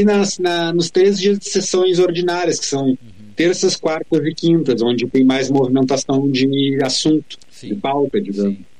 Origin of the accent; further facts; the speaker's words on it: Bagé, Rio Grande do Sul, Brazil; moved away as an adult; now in Pelotas, Brazil; em Bagé, minha terra natal, portanto, então estou há 16 anos morando em Pelotas